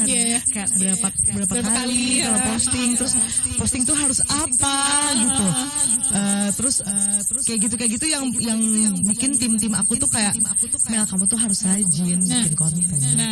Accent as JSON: {"language": "Indonesian", "town": "Ambon", "region": "Maluku", "country": "Indonesia", "tie": "born there", "said": "Kalaupun nanti ada kesempatan untuk nyanyi lagu timur, mau banget karena KTP aku lahir di Ambon loh."}